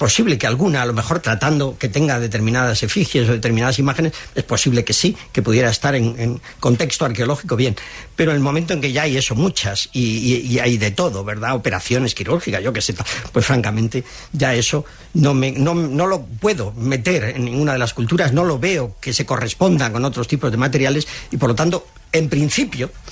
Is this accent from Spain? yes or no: yes; Spain